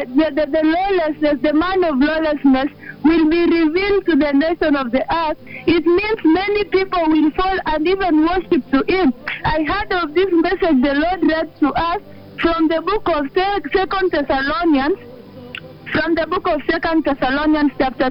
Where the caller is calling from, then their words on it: Eldoret, Uasin Gishu County, Kenya; I'm calling from Township Maine, Manzo Eldoret here in Uasin Gishu.